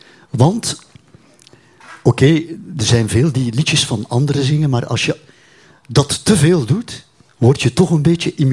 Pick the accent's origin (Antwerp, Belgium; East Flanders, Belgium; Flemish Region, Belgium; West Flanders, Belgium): West Flanders, Belgium; Ik ben een West-Vlaming, ja.